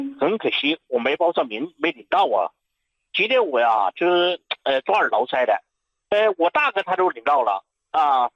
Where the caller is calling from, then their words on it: Chongqing, China; 我是重庆的。